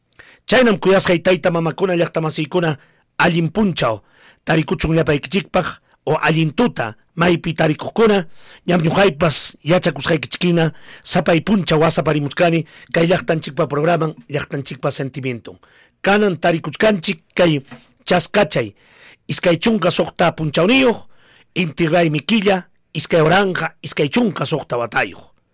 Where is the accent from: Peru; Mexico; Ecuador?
Peru